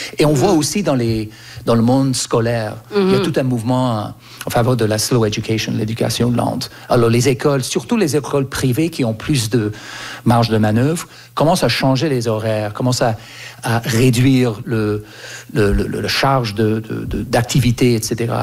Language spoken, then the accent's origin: French; Canada; Moi, j'ai grandi au Canada et quand j'avais 4, 5, 6 ans, il y avait un bus, il y avait un agenda à l'école